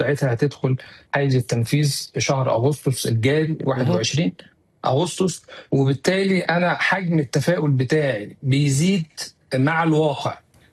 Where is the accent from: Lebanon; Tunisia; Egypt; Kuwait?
Egypt; now in Syria; انا مصري عايش في سوريا باسرتي ولادي كبروا هناك